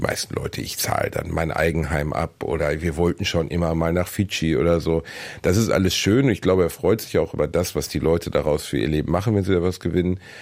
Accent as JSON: {"language": "German", "region": "North Rhine-Westphalia", "country": "Germany", "tie": "born or raised there", "said": "wie ich meine Heimatstadt, also die Emscher-Lippe-Halle, vollgekriegt habe."}